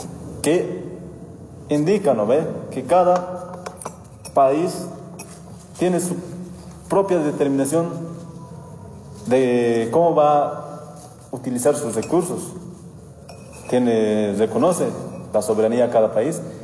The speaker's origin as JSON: {"language": "Spanish", "country": "Bolivia"}